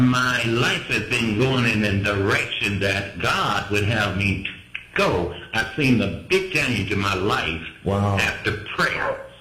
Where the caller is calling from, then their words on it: Cedar Rapids, Iowa, United States; I'm calling from Cedar Rapids, Iowa.